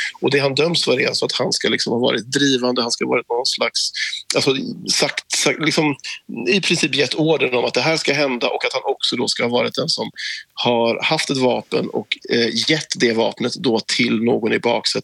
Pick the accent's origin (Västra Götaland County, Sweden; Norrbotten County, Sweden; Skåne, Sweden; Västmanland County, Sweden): Västra Götaland County, Sweden; Gothenburg; vi förstod nog inte allt han sa när vi var tonåringar hemma i Göteborg och lyssnade på hans texter.